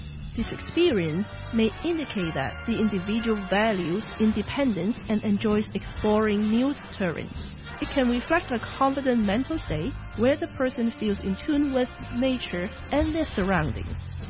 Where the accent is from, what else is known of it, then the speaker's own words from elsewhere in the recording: Hong Kong; a counseling psychologist. Welcome to Psychology in Traveling. As a typical Hong Konger